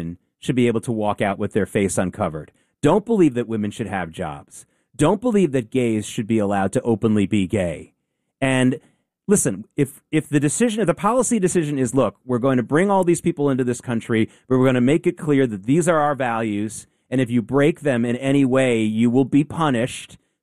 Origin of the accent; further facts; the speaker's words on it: the South, United States; I grew up in the South. I know it exists